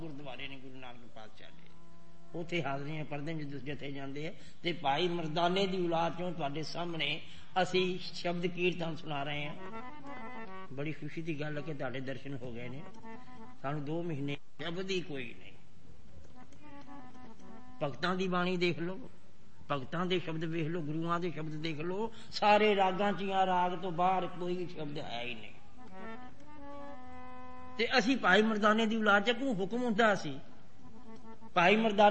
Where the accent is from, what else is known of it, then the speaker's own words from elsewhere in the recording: Nankana Sahib, Punjab, Pakistan; ਅਸੀਂ ਨਨਕਾਣਾ ਸਾਹਿਬ ਦੇ ਰਹਿਣ ਵਾਲੇ ਹਾਂ ਜਿੱਥੇ ਗੁਰੂ ਨਾਨਕ ਪਾਤਸ਼ਾਹ ਦਾ ਜਨਮ ਸਥਾਨ ਇੱਕ ਗੁਰਦੁਆਰਾ ਨਹੀਂ ਬਹੁਤ ਗੁਰਦੁਆਰੇ ਨੇ ਗੁਰੂ ਨਾਨਕ ਪਾਤਸ਼ਾਹ ਦੇ ਉੱਥੇ ਹਾਜ਼ਰੀਆਂ ਪੜ੍ਹਦੇ ਜਿੱਥੇ ਜਾਂਦੇ ਆ ਤੇ ਭਾਈ ਮਰਦਾਨੇ ਦੀ ਔਲਾਦ ਚੋਂ